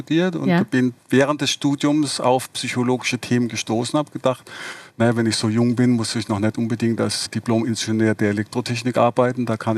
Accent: Baden-Württemberg, Germany; ich bin ja im Raum Heidelberg aufgewachsen und habe in Karlsruhe Elektrotechnik studiert und in Mannheim Psychologie

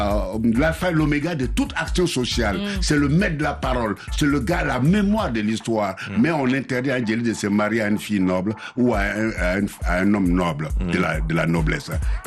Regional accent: Côte d’Ivoire; Et comment c'est arrivé chez nous en Côte d'Ivoire avec Saint-Air-Disque.

